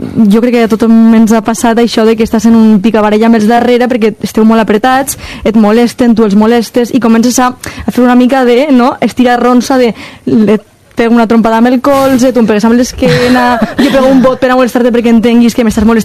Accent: Castelló, Valencian Community, Spain; aquest març passat, a les festes del meu poble a Castelló, les festes de la Magdalena

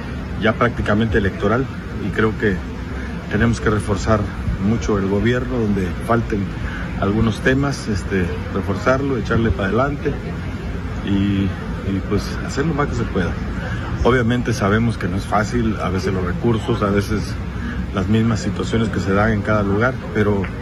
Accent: Campeche, Mexico; con todo lo que se diga de nuestro estado de Campeche, aún así es uno de los estados que tienen menos problemas de seguridad

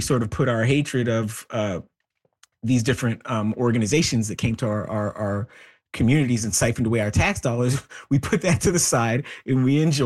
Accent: Canada; also born or lived in United States; as a Black American and as a Canadian

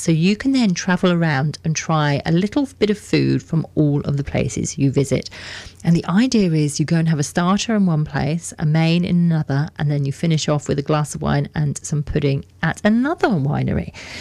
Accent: England, United Kingdom; now in Yass Valley, Australia; this is me being very English.

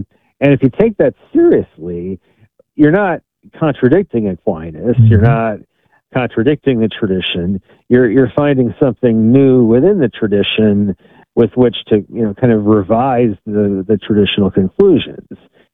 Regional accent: Wisconsin, United States; My home state, Wisconsin, hasn't had the death penalty since sometime in the 1800s.

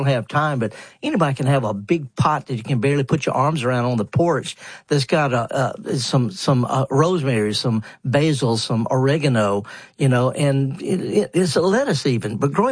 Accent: Mississippi, United States; I'm from Mississippi, I garden half the year in England

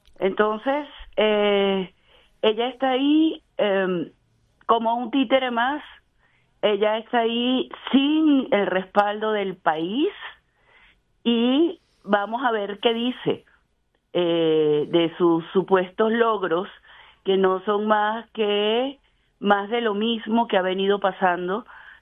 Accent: Venezuela; moved away; Incluso nosotros que vivimos por fuera, que somos de la diáspora.

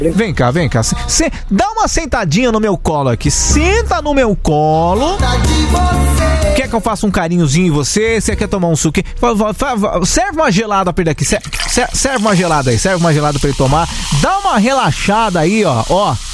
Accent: São Paulo, Brazil; Eu também sou do interior de São Paulo, velho. Eu também sou do interior de São Paulo, cara.

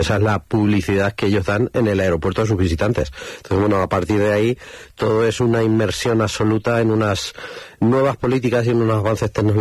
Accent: Puertollano, Castilla-La Mancha, Spain; que eras de España, te felicitaban por haber ganado el Mundial de Fútbol y a continuación te decían de dónde eres y cuando decías de Puerto Llano decían, ah, es que hay mucho hidrógeno

